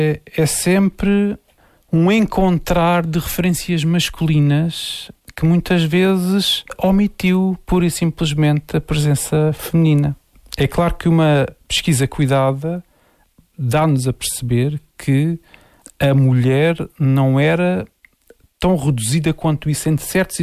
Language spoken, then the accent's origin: Portuguese; Silves, Algarve, Portugal; Eu cresci no Conselho de Silves, estudei em Silves